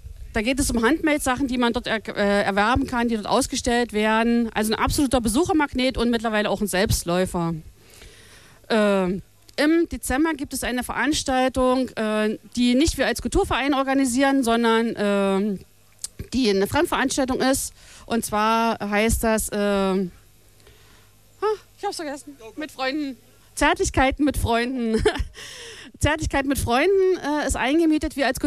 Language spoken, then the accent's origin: German; Plessa, Brandenburg, Germany; Wir wollen Traditionen bewahren, die es hier in Plessa gibt, unsere Mundart.